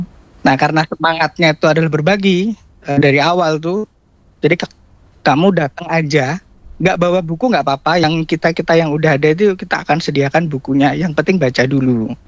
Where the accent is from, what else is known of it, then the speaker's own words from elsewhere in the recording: Yogyakarta, Special Region of Yogyakarta, Indonesia; moved away as an adult; now in Rote, Indonesia; saya tuh kan Jogja ya aslinya. Okay. Saya aslinya Jogja, sekarang di Rote ikut istri yang lagi dinas di sini.